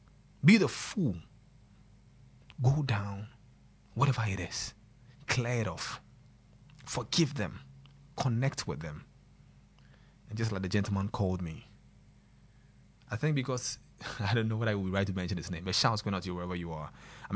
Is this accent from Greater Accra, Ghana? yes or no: no; Kumasi, Ashanti, Ghana; moved away; Anytime I go to my hometown, Santia Fijase, that's my father's side, but my mother's side is at Santia Chim. And it's because of my daddy, we stayed at Fijase. That is where we stayed.